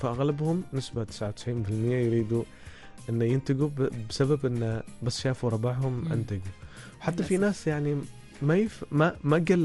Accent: Oman; عندنا في عمان

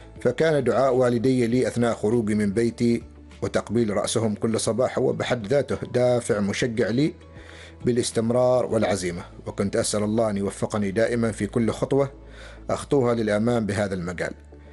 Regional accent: Oman; نحن كعمانيين شابين وشابات

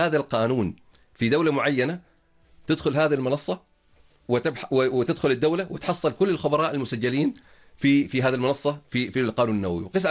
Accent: Oman; احنا كم العماني

